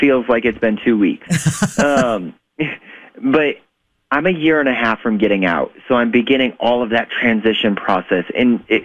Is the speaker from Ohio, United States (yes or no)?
yes; Ohio, United States; So, you know, growing up in Northern Ohio, I spent a lot of time working with my aunt, the Salvation Army.